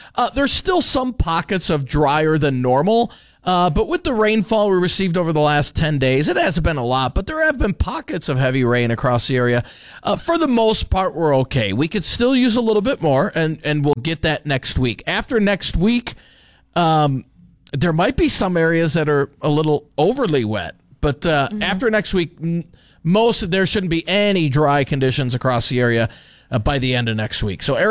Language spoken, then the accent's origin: English; Illinois, United States; moved away; my hometown in Illinois